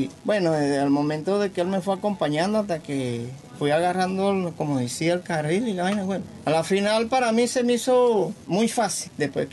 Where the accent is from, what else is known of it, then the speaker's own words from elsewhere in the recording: Siquisique, Lara, Venezuela; now in Barquisimeto, Venezuela; un tiempo que duré yo aquí en Barquisimeto. Yo soy de Siquisique.